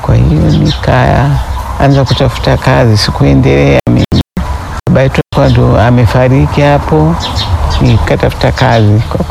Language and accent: Swahili; Buigiri, Dodoma, Tanzania; also born or lived in Zanzibar / Mvumi; Sisi kwa kweli tumekulia Dodoma, kwa Wagogo ndio, hata Kigogo nilikuwa nakijua sana, na ni sehemu za pale Chamwino, upande wa pili wa barabara hii inayotoka Dar es Salaam, kuna kijiji mji unaitwa Buigiri.